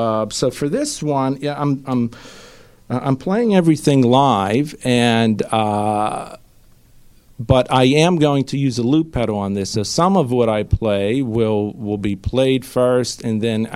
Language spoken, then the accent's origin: English; East Pittsburgh, Pennsylvania, United States; I grew up in East Pittsburgh, which would be east of the city, so North Versailles, Turtle Creek area.